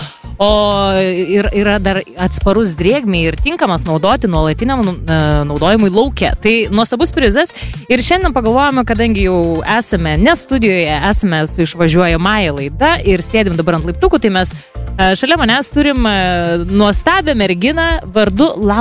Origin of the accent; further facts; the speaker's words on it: Pasvalys, Panevėžys County, Lithuania; born there; Visada važiuoju aplankyti tėvų į tokį gražų kurortinį miestelį, bet nu, va, gimiau Pasvalyje.